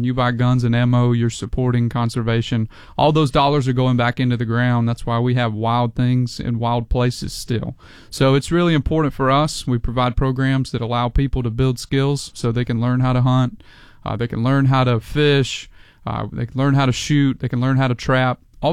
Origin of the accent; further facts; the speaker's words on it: Valley Head, Alabama, United States; I grew up in Northeast Alabama in the foothills of the Appalachians, a little town called Valley Head. It's near Mentone